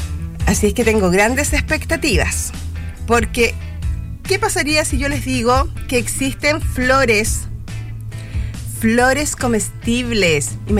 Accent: Chile; ¿Somos chilenos o no somos chilenos?

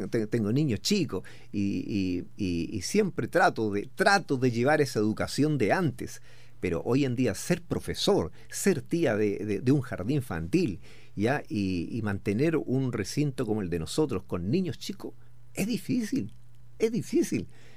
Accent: Linares, Maule, Chile; Nosotros somos de Linares, de una ciudad linda, preciosa, ¿ya?, y que cada vez está quedando mejor.

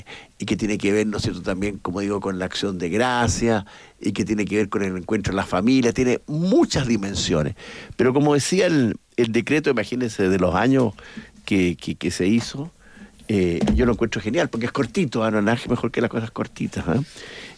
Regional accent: Chile

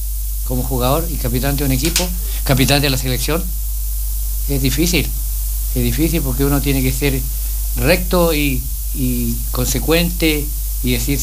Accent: Freire, Araucanía, Chile; now in Coyhaique, Chile; Yo soy de Freire, al lado de Temuco, sigo aquí y tengo mi familia, conocí a mi señora acá en Coyhaique y me quedé

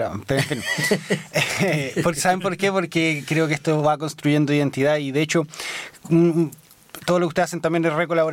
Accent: Linares, Maule, Chile; yo soy nacido y criado en Linares. Bueno, sureño igual del Maule

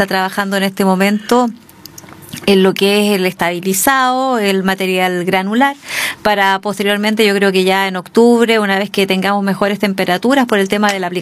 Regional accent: Yerbas Buenas, Maule, Chile; saludos a Hierbabuena, mi tierra natal.

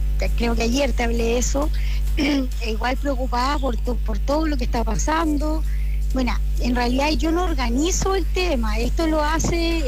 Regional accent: Calama, Antofagasta, Chile; now in Angol, Chile; tú sabes que yo soy de Calama, llegué hace 8 años aquí a Angol, soy angolina, pero me fui muy chiquitita de acá, entonces no tengo tanto apego

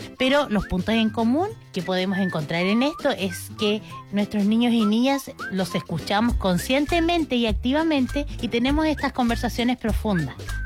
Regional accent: Puerto Ibáñez, Aysén, Chile; yo en mi infancia, que mi infancia fue en Puerto Ibáñez

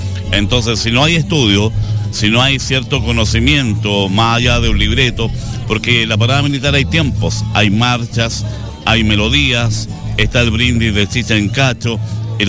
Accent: San Bernardo, Santiago Metropolitan Region, Chile; Yo soy de San Bernardo, nacido y criado, y yo desfilaba en el colegio

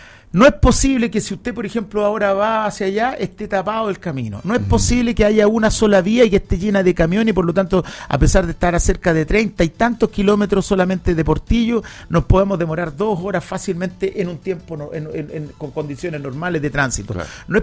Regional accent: Los Andes, Valparaíso, Chile; yo soy andino, como lo dije recién, nací en Los Andes, en la provincia de Los Andes, nací en el Hospital San Juan de Dios.

